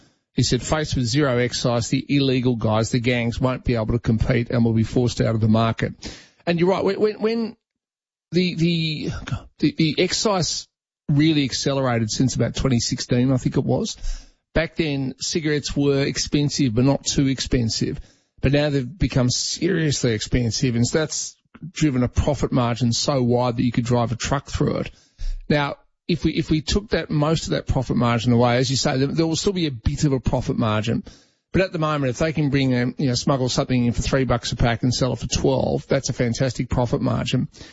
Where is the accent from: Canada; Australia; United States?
Australia; Melbourne, Victoria; You know, when I grew up in Melbourne, it was just part of your DNA.